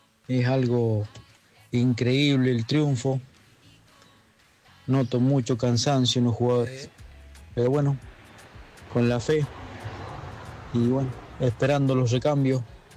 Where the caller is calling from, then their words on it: San Rafael, Mendoza, Argentina; de San Rafael, Mendoza.